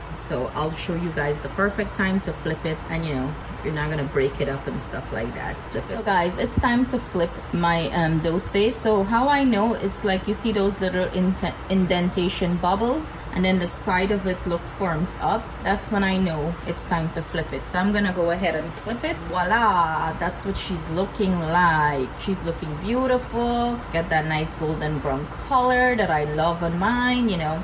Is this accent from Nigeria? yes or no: no; Guyana; now in United States; in Guyana, we used to say dosa or chota roti.